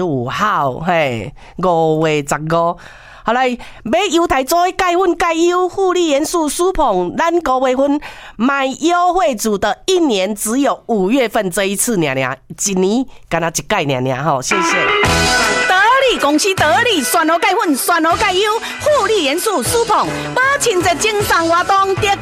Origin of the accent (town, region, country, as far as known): Kaohsiung, Taiwan